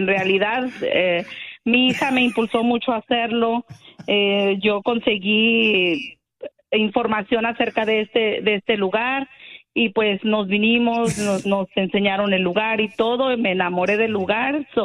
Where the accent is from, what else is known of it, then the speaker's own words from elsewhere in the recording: Michoacán, Mexico; also born or lived in California / Los Angeles; now in Las Vegas, United States; Yo soy nacida en California, pero fui criada en Michoacán, so me considero de Michoacán.